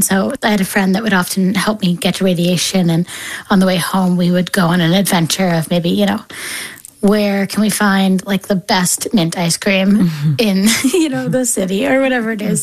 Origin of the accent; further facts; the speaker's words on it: East Coast, United States; I'm from the East Coast and things like that.